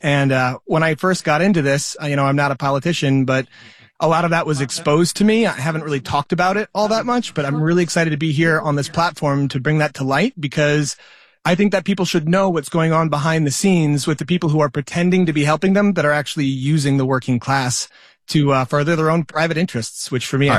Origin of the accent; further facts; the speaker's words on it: Rhode Island, United States; I'm from Rhode Island. My family's from here.